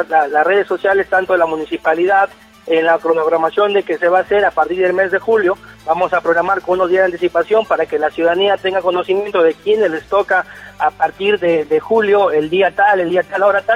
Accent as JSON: {"language": "Spanish", "town": "Pucará", "region": "Cajamarca", "country": "Peru", "said": "Yo acepto que soy de Pucará"}